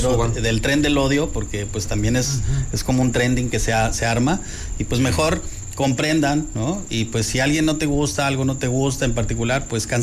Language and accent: Spanish; Mexico; nosotros a veces como mexicanos